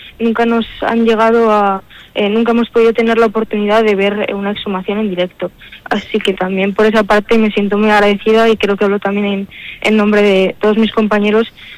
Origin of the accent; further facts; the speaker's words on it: La Rioja, Spain; en Hornilla, en un pueblo de La Rioja, de donde yo soy.